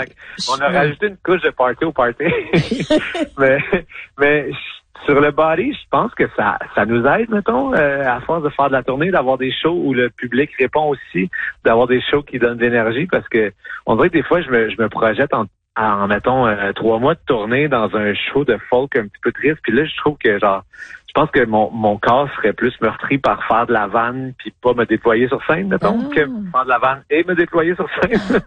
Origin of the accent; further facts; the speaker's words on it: Sherbrooke, Quebec, Canada; first language French; on a grandi en chambre à Sherbrooke.